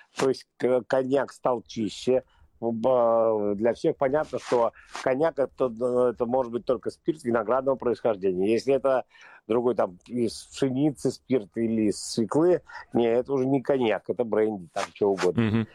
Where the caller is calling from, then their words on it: Armenia; Я говорю из Армении.